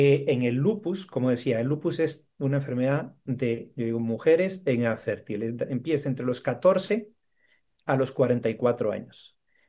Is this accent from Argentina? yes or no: no; Costa Rica; como latinoamericano, como costarricense